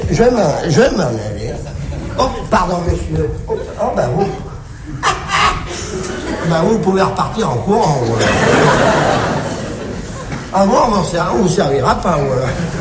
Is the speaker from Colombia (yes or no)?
no; Dakar, Senegal; Alors que je suis né à Dakar, à 20 ans, on m'a dit qu'il fallait opter pour la nationalité. Ah, j'ai dit, je suis bien, moi, à Dakar.